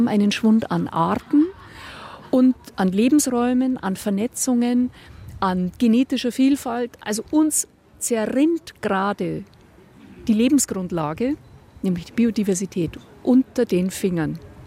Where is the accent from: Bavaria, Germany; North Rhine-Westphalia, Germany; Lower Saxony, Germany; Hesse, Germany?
Bavaria, Germany; Das sind die Berge, die wir hier ganz hinten sehen. Also das ist mein Kinderzimmer, meine Heimat.